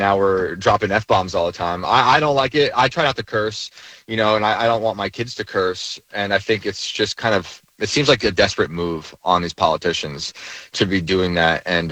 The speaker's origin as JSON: {"language": "English", "region": "New York", "country": "United States", "moved": "yes", "lives_now": "West Virginia, United States", "said": "And I live in a really awesome area of West Virginia. I love West Virginia. I'm from New York originally."}